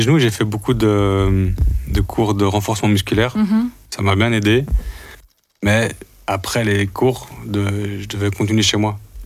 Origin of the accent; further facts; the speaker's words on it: Brussels, Brussels-Capital Region, Belgium; moi, je suis de Bruxelles, je suis bruxellois.